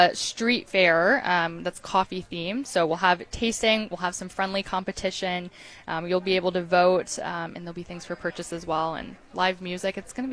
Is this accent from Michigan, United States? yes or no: yes; Milan, Michigan, United States; Well, I'm born and raised in Milan, so it's home to me, but it's small and mighty.